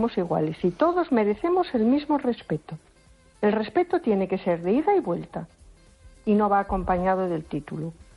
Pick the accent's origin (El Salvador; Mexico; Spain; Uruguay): Spain; A Coruña, Galicia